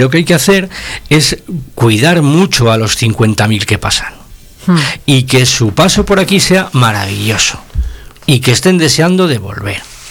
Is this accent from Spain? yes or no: yes; Palencia, Castile and León, Spain; born there; mi pueblo se queda a 3 kilómetros del Camino de Santiago.